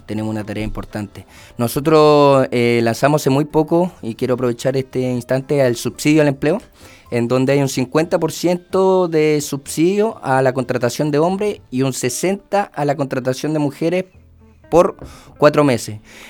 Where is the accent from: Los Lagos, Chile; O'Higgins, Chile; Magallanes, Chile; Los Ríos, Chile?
Los Lagos, Chile; Osorno; yo soy de Osorno